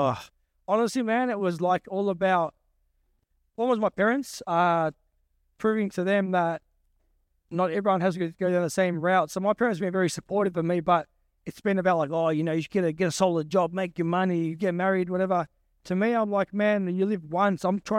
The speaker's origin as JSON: {"language": "English", "town": "Melbourne", "region": "Victoria", "country": "Australia", "tie": "born or raised there", "said": "I grew up around the area, I grew up around Kill Downs"}